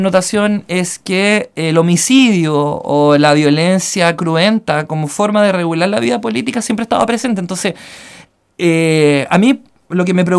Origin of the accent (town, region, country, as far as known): Chile